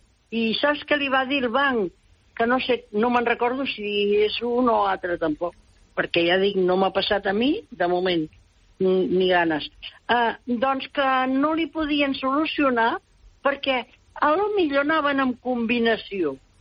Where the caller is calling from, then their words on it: Barcelona, Catalonia, Spain; però sóc de Barcelona, no de Piera.